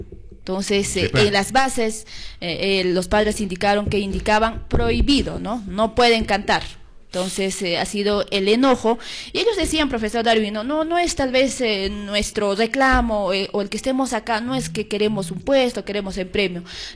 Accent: Peru

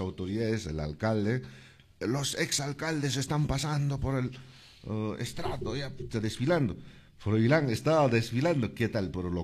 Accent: Cusco, Peru; nosotros somos de Puente Coyo, de nuestros tatarabuelos en sí

